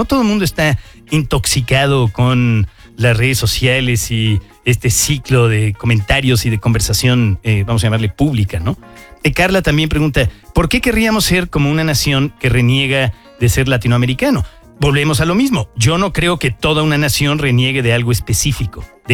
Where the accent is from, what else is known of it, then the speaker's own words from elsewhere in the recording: Mexico City, Mexico; born there; yo soy mexicano, nací en México, Distrito Federal